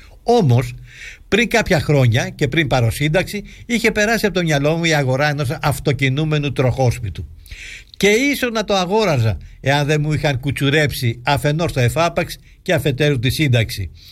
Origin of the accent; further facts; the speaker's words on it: Greece; Ο Δόλιος, συνάδελφος, του λέω, είμαι από την Ελλάδα.